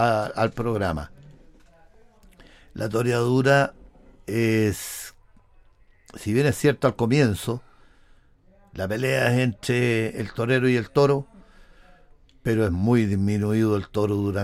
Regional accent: Valparaíso, Chile; born there; yo nací en Valparaíso, ¿ya? De nacimiento soy porteño.

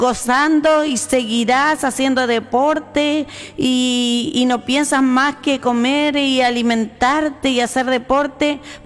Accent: Chile; como chilenos que somos

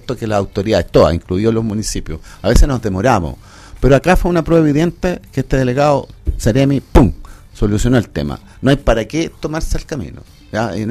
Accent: Chile; como buenos chilenos que somos

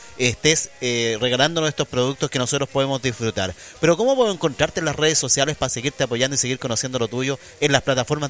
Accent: Chile; a nuestros músicos chilenos.

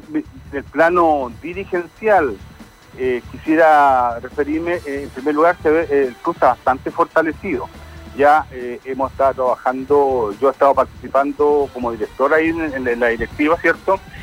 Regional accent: Valdivia, Los Ríos, Chile; nosotros queremos mucho Santa Elvira, crecimos, nos criamos en Santa Elvira

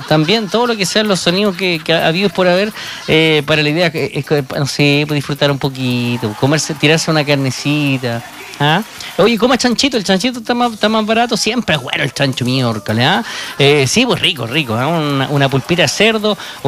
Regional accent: Chile; así somos los chilenos, ¿eh?

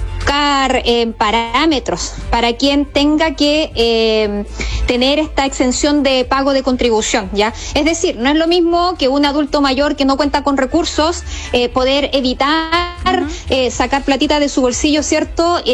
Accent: Chile

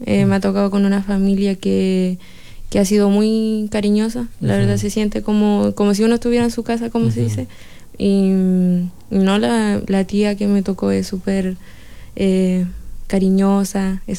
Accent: Teodoro Schmidt, Araucanía, Chile; yo soy de un sector rural, de allá de la comuna de Teodoro Schmidt. Soy de Puyehue, se llama el sector.

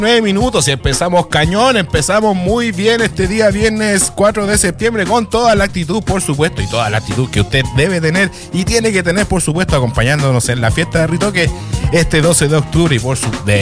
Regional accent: Valparaíso, Chile; Vecino, yo también soy de Playa Ancha, compadre.

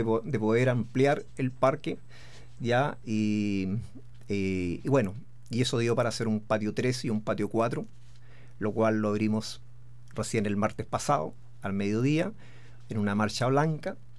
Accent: Linares, Maule, Chile; sentirnos orgullosos de ser de Linares.

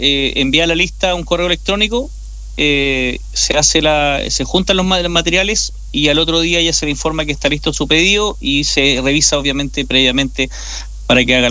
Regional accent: Chile; Más chileno promedio.

